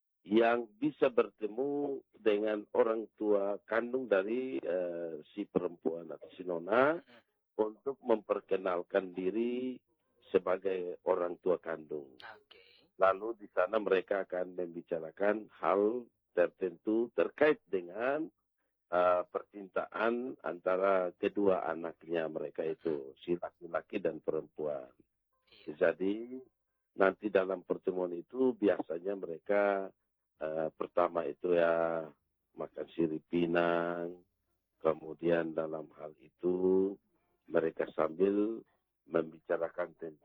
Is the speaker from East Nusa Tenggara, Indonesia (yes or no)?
yes; Tunbaun, East Nusa Tenggara, Indonesia; Saya sementara di kampung saya di Desa Tunbaun.